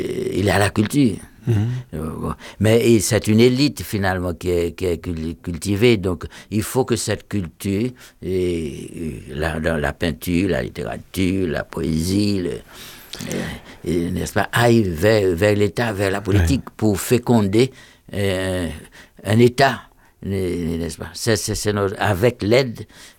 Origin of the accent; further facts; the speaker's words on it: Haiti; moved away; j'étais resté près de 45 ans sans y retourner. Dans ma ville natale, ça faisait 60 ans, n'est-ce pas? Je suis rentré. Et je n'ai pas trouvé un seul repère de mon enfance, de ma jeunesse.